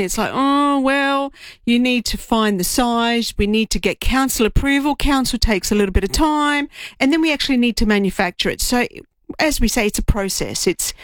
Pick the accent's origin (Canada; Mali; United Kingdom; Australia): Australia; I'm an Aussie, but yeah. My parents are Greek.